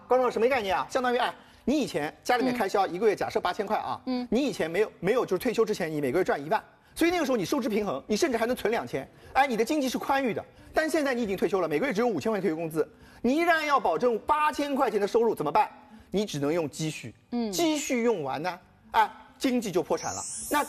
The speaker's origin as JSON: {"language": "Chinese", "region": "Shanghai", "country": "China", "said": "我们上海人讲累，讲哪能干复杂，叫吃力。"}